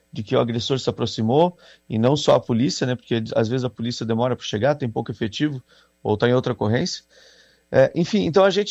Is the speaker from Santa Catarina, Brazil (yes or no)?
yes; Joinville, Santa Catarina, Brazil; que sou de Joinville